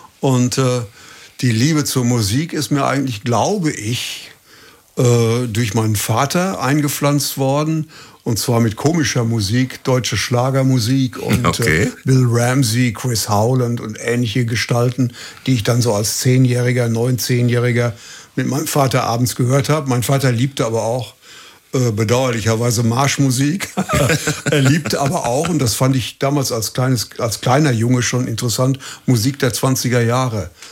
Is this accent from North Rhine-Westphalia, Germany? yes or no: yes; Schalksmühle, North Rhine-Westphalia, Germany; Das war noch in den Schulzeiten, wo wir also dann im Volmetal, wo ich herkomme, aus Schalksmühle, dann also eine berühmte Band wurden, so mit 15, 16.